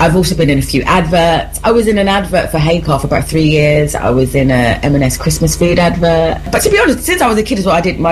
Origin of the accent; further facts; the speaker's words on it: London, United Kingdom; No, I'm not from West London. They're from West London. Oh. I'm from East London.